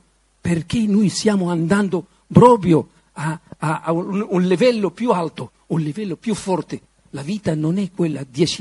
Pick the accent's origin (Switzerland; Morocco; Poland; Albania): Morocco; now in Rome, Italy; io sono del Marocco